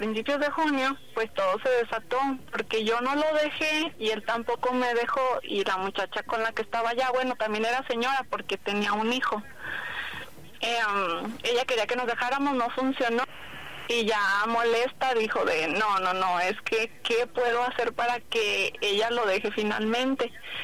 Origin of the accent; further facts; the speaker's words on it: Tonalá, Jalisco, Mexico; Nos vamos como anónimos, pero soy de Tonalá, Jalisco.